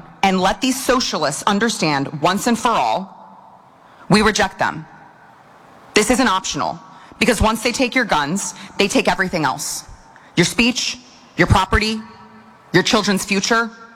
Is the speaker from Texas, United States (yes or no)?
yes; Texas, United States; I recall from my home state of Texas, Beto O'Rourke ran